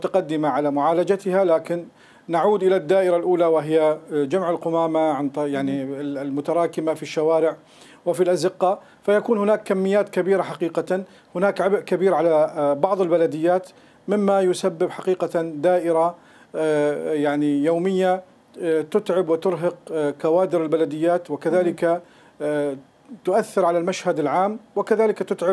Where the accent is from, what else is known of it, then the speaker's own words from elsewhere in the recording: Syria; عندنا في سوريا